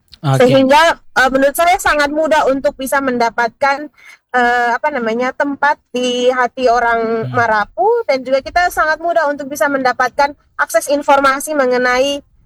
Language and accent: Indonesian; Waikabubak, East Nusa Tenggara, Indonesia; walaupun saya besarnya di Loli atau di kota Waikabubak, tapi saya tidak menguasai bahasa Loli